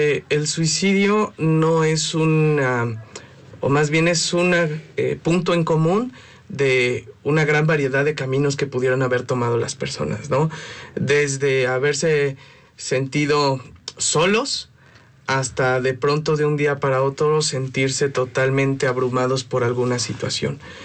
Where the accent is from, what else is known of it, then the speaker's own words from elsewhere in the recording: Mexico; aunque en México claro que nos importa principalmente porque somos mexicanos